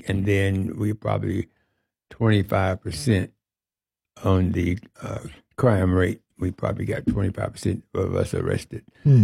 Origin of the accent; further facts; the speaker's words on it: Kokomo, Indiana, United States; Yes, I've been there 75 years.